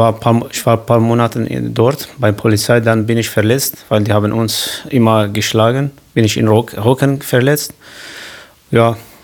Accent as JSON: {"language": "German", "town": "Qamishli", "region": "Al-Hasakah Governorate", "country": "Syria", "second_language": "German", "lives_now": "Germany", "said": "Ja, ich komme aus Syrien, aus Nordsyrien. Eine Stadt heißt Ramschlo. Ist ganz nah an der Grenze der Türkei."}